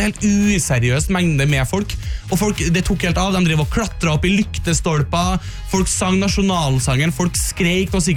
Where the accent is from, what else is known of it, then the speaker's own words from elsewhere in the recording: Trøndelag, Norway; som trønder som endelig er litt i Oslo